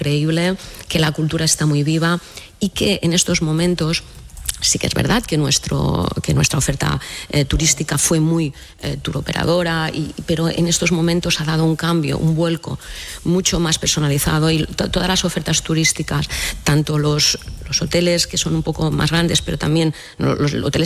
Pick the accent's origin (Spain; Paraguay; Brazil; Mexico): Spain; Ibiza, Balearic Islands; Obviamente soy subjetiva, soy ibicenca y soy alcaldesa